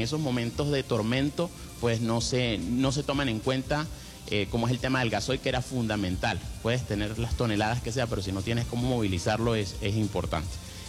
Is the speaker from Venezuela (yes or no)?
yes; Venezuela; Como venezolanos todos estamos muy sentidos por lo ocurrido